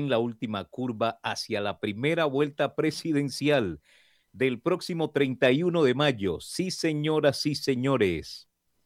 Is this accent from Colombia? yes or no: yes; Colombia